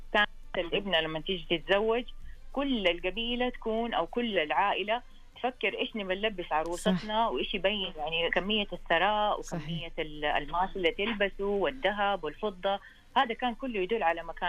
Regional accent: Hejaz, Saudi Arabia; عندنا في الحجاز

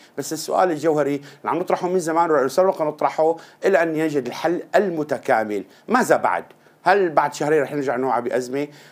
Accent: Syria; عندنا بسوريا

